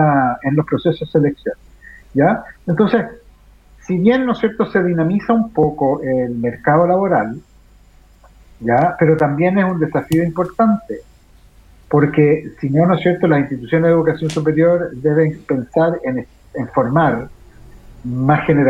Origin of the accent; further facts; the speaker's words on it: Chile; como chilena y chileno.